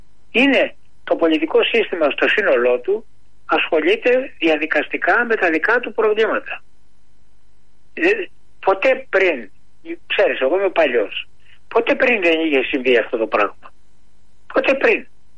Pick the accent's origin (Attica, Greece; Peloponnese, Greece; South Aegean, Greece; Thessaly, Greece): Peloponnese, Greece